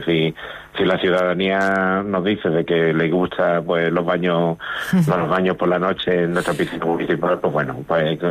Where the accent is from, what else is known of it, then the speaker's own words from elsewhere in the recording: Pizarra, Andalusia, Spain; es verdad que a lo mejor hoy no es el día para invitaros a mi pueblo, pero bueno, que vengáis a Pizarra